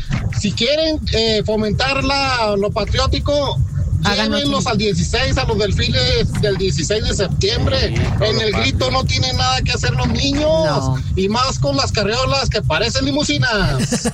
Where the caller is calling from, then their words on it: Mexico; soy mexicano